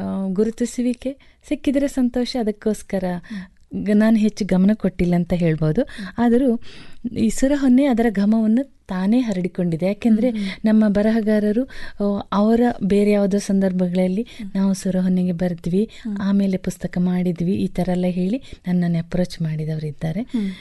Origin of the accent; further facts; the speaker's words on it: Kerala, India; moved away; ನಾನು ಕೇರಳದ ಕರಾವಳಿಯವಳು, ಇಲ್ಲಿ ಬಯಲುಸೀಮೆಯಲ್ಲಿದ್ದೀನಿ